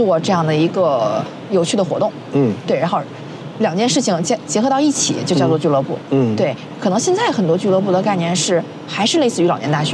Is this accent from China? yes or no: yes; Beijing, China; 毕竟我自己土生土长的北京人，也30多年在北京了